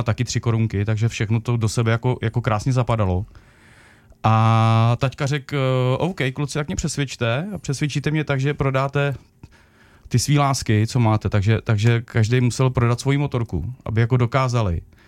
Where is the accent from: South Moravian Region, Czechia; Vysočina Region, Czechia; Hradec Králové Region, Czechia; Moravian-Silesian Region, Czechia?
Hradec Králové Region, Czechia; Chlumec nad Cidlinou; my jsme rodáci z Chlumce, jsme na to hrdí.